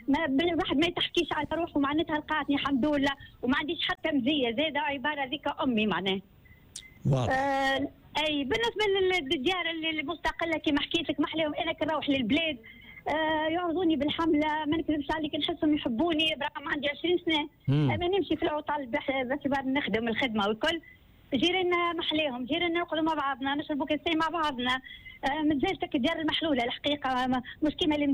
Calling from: Hajeb El Ayoun, Kairouan Governorate, Tunisia; انا نسكن توا في حاج العيون.

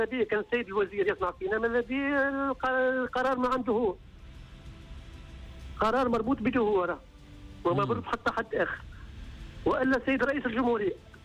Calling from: Sousse Governorate, Tunisia

